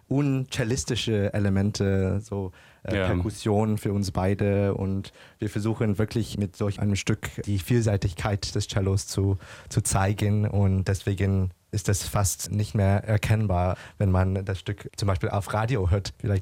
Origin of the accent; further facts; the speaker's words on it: Canada; German is a second language; moved away as an adult; now in Berlin, Germany; Ich komme aus Kanada. Ich war da geboren und aufgewachsen, und ich komme aus chinesischen Wurzeln, also das sind schon zwei Länder sozusagen, und dann wohne ich hier schon in Berlin in Deutschland seit 9 Jahren.